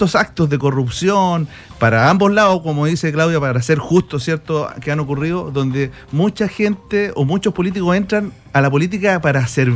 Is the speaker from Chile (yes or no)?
yes; Chile